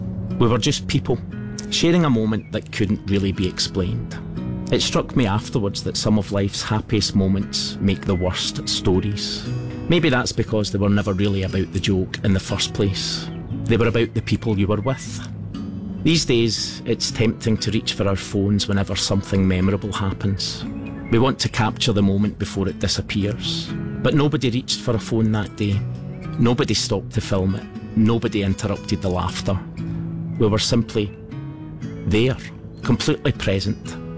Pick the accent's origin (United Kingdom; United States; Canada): United Kingdom; Scotland; moved away as an adult; now in Akrotiri, Cyprus; As a Scotsman